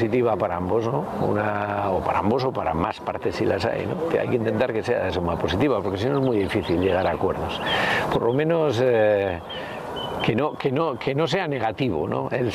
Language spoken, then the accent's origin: Spanish; Bilbao, Basque Country, Spain; lo de rugby fue porque Aita me llevaba de pequeño a ver en San Ignacio, jugaban en el barrio de San Ignacio, el equipo que luego jugué yo, el Bilbao Rugby Club.